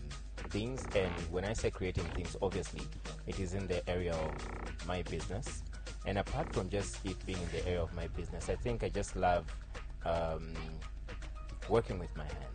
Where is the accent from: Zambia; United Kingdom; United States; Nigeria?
Zambia; Lusaka, Lusaka Province; also born or lived in Chipata; I was born in Chipata, Chipata General Hospital. … Died in 2013. My mother's still around. She lives in Lusaka. Then from Chipata, we moved to Lusaka. We lived in Chilenje.